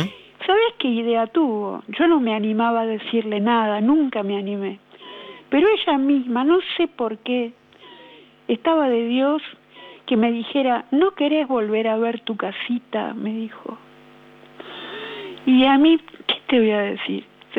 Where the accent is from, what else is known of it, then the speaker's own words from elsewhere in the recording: Buenos Aires, Argentina; Yo tenía 1 año, o sea que no sé nada. Nací en Núñez, mis padres vinieron conmigo a Belgrano al año que nací.